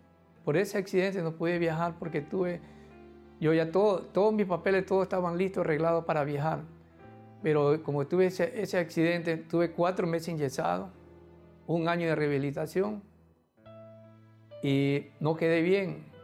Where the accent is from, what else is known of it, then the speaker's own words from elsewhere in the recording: Guayaquil, Guayas, Ecuador; porque yo aquí en Guayaquil me vine de muy pequeño, me vine del campo, me crié solo aquí en Guayaquil, viví solo